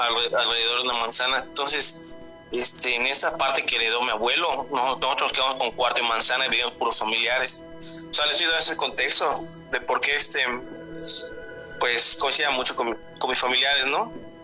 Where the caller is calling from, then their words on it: Mérida, Yucatán, Mexico; de Mérida, Yucatán.